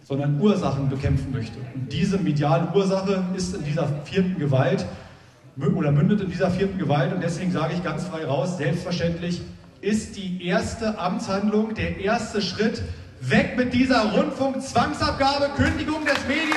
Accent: Tangermünde, Saxony-Anhalt, Germany; Ich bin Altmärker, ich komme aus Tangermünde.

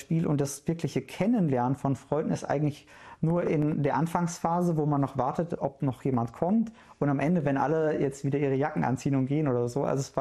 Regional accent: Duisburg, North Rhine-Westphalia, Germany; Antwort ist, ich komme aus Duisburg, die lange ist halt, ich bin viel umgezogen.

